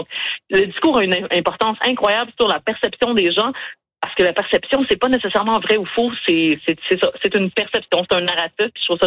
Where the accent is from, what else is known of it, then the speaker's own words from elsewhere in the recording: Sherbrooke, Quebec, Canada; also born or lived in Montreal; now in Gatineau, Canada; Je viens de Sherbrooke, j'habite à Montréal, j'habite maintenant à Gatineau.